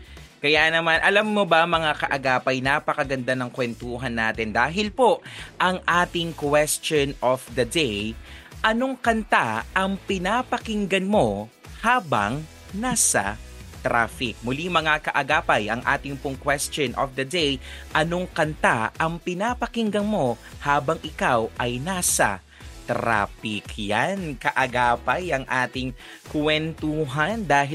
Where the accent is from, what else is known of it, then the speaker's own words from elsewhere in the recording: San Pedro, Calabarzon, Philippines; Siyempre, ako tiga San Pedro. Sa amin kasi, hindi namin alam ang salitang traffic. Una, tiga Laguna ako.